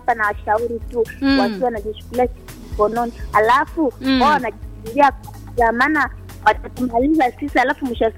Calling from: Iringa, Tanzania; Naongea na … kutoka Kihesa.

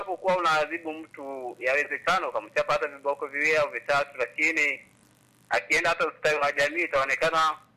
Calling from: Bunda, Mara, Tanzania; Natoka Mkenga Bunda.

